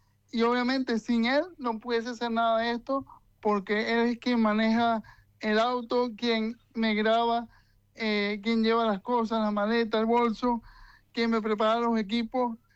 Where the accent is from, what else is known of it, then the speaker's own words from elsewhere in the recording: Venezuela; yo siendo un venezolano